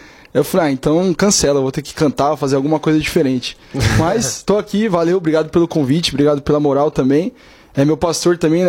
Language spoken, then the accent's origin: Portuguese; Brazil; a gente, enquanto brasileiro, ainda vive da arte, ainda vive do improviso